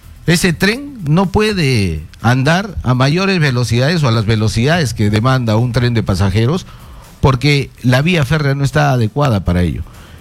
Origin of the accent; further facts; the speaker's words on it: Cusco, Peru; now in Lima, Peru; yo soy cusqueño, empezando por ahí, así como millones de ciudadanos que vivimos en Lima, de migrante.